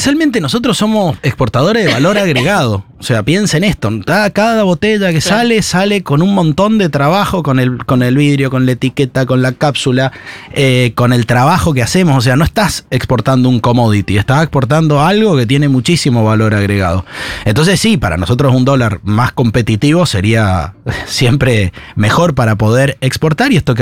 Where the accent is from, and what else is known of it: Argentina